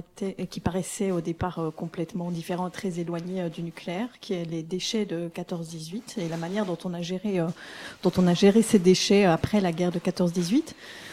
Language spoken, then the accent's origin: French; Belgium; Et moi, je savais pas du tout ce qui se passait à Bure en tant que Belge.